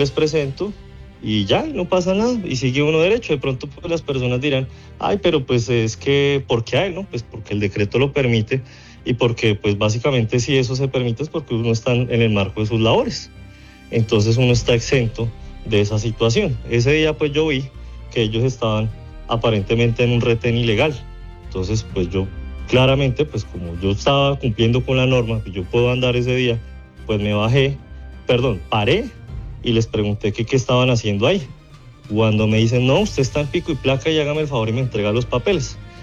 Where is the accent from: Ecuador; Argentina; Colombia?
Colombia; Bogotá; now in Ibagué, Colombia; Y pues la verdad, yo te cuento, yo no soy de Ibagué, yo soy de Bogotá.